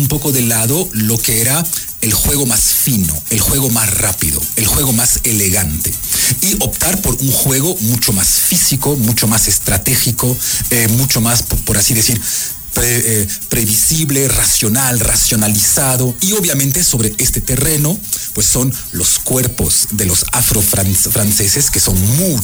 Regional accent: France; now in Ecuador; yo nunca me siento más francés en Ecuador que durante esas semanas.

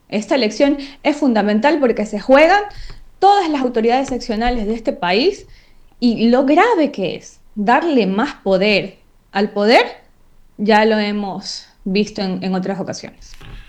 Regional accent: Ecuador; Yo como ecuatoriana

